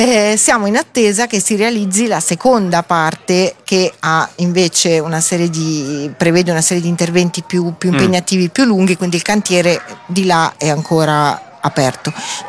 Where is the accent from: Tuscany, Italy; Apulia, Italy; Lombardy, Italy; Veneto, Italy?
Lombardy, Italy; Milan; born there; io sono nata in Bovisa